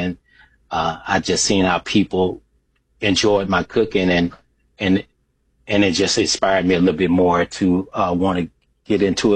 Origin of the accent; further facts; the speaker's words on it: Memphis, Tennessee, United States; Well, I grew up in North Memphis, and it's a rough neighborhood, you know.